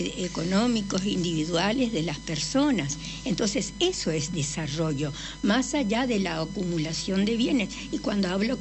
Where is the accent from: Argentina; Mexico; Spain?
Argentina; cada provincia forma parte de toda una confederación que somos la Argentina